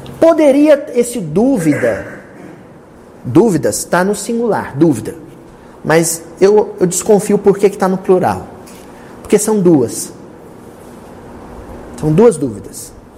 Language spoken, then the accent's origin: Portuguese; Minas Gerais, Brazil; nós somos aqui, nós somos mineiros